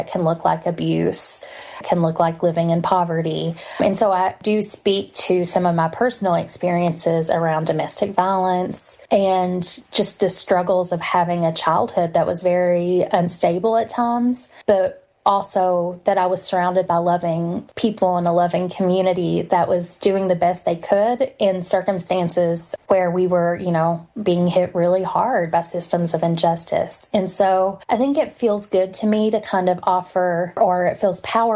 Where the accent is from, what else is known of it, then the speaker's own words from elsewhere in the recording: Appalachia, United States; in spite of being from Appalachia, but because I am from Appalachia.